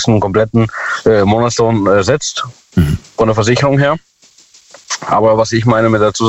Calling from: Ottersweier, Baden-Württemberg, Germany; Jawohl, aus Ottersweier.

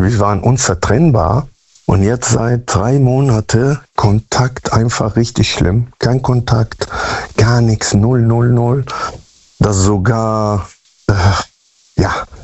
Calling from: Münster, North Rhine-Westphalia, Germany; Münster-Westfalen.

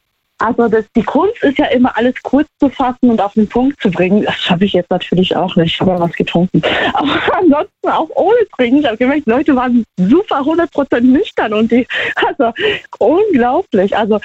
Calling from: Trier, Rhineland-Palatinate, Germany

